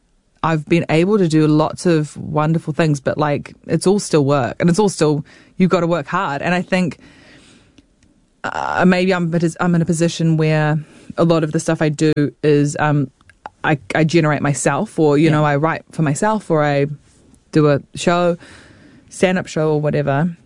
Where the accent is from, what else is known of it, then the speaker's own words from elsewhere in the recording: New Zealand; moved away; still am a Kiwi novelty.